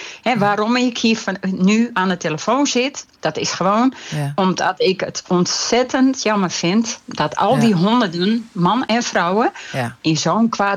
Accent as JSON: {"language": "Dutch", "region": "Friesland", "country": "Netherlands", "said": "Hey, ik ben zelf een Fries, bij ons in het dorp en gebeurt dat ook."}